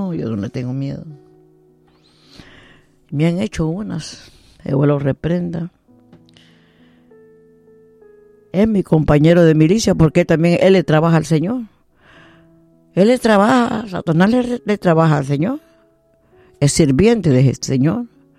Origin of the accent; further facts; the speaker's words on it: El Salvador; en mi país, El Salvador.